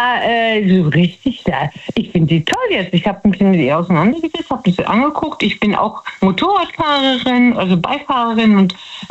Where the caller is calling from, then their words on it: Betzdorf, Rhineland-Palatinate, Germany; Aus Betzdorf.